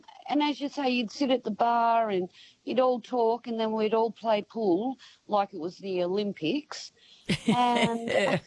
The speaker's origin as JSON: {"language": "English", "town": "Ocean Grove", "region": "Victoria", "country": "Australia", "tie": "born or raised there", "said": "Look, I grew up in Ocean Grove, so in my late teens, early 20s. It was a dry place."}